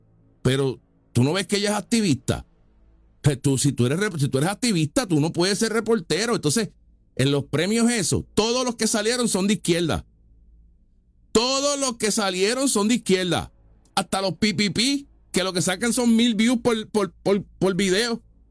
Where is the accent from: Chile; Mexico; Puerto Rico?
Puerto Rico; nosotros somos puertorriqueños, somos magas, somos conservadores